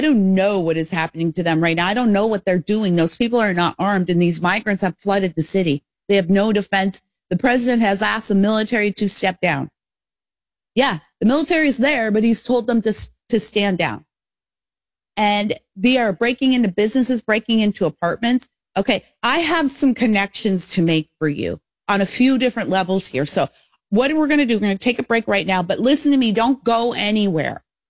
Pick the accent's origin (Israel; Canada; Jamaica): Canada; moved away as an adult; now in United States; And I'm speaking to you as an immigrant. I immigrated from Canada at 18. Now, to be fair, my father was an American, so I had a much easier path than many people do.